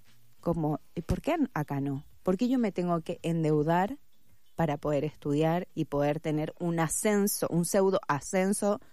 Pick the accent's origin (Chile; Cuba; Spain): Chile; born there; moved away; yo soy chilena, nací ahí, como mi familia vive en Chile.